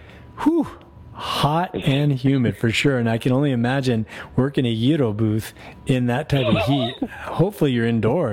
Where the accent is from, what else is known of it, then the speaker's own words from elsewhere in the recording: Denver, Colorado, United States; born there; moved away; I went to high school in Aurora, Colorado. I lived in Denver, but I was bused over to a high school in Aurora.